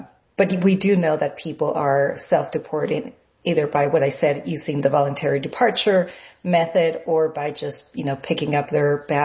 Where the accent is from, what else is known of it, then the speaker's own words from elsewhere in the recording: El Paso, Texas, United States; Yeah, so I'm from El Paso, and I've been focusing a lot on Camp Beast Montana